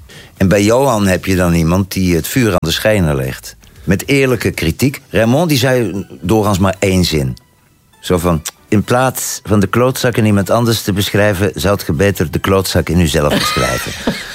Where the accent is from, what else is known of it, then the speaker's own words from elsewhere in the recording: Netherlands; now in Belgium; Want ik kwam uit Nederland.